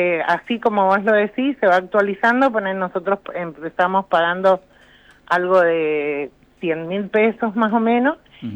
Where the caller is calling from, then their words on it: Rivadavia, Mendoza, Argentina; nosotros somos del este, de Rivadavia.